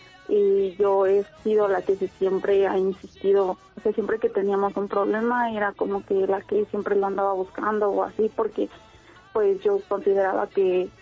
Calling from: Atizapán de Zaragoza, State of Mexico, Mexico; En Atizapán.

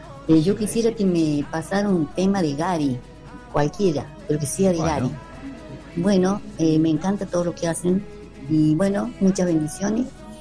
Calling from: Córdoba, Argentina; Yo soy de Hermafuerte

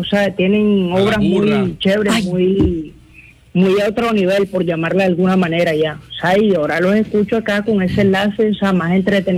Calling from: Soledad, Atlántico, Colombia; de la ciudad de Barranquilla, municipio Soledad.

